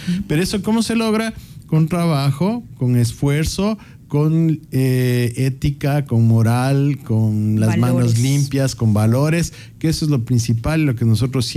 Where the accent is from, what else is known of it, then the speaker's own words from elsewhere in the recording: Quito, Pichincha, Ecuador; now in Santo Domingo, Ecuador; yo no soy de Santo Domingo, pero creo que tengo el corazón de los más grandes de Santo Domingo. Siempre estoy aquí. Yo soy de Quito. Mi esposa es de acá. Ahora tengo mis gemelas santodomingueñas. Entonces eso me hace más santodomingueño que muchos.